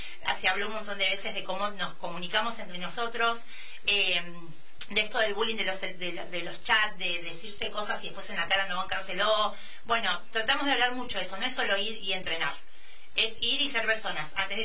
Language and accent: Spanish; Argentina; pero bueno, siempre también como buenos argentinos le ponemos el pecho y salimos adelante.